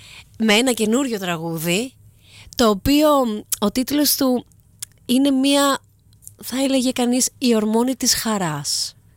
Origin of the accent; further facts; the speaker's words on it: Larissa, Thessaly, Greece; moved away; also born or lived in Chania; Εννοείται πως θα πάω στις δύο μου πατρίδες. Γιατί πάω και στα Χανιά που γεννήθηκα και στη Λάρισα. Που είμαι από εκεί και μεγάλωσα.